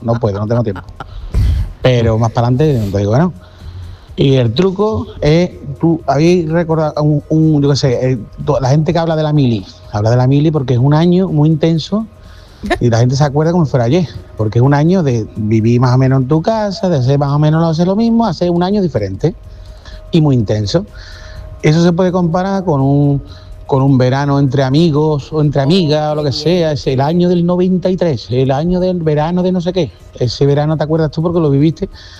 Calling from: La Algaba, Andalusia, Spain

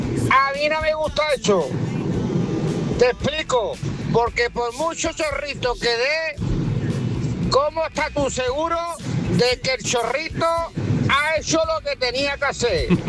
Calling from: Rota, Andalusia, Spain

